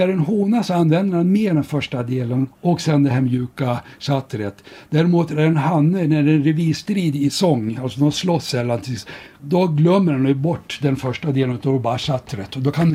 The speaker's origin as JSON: {"language": "Swedish", "town": "Surahammar", "region": "Västmanland County", "country": "Sweden", "tie": "born there", "said": "Jo, jag är ju född i Surahammar."}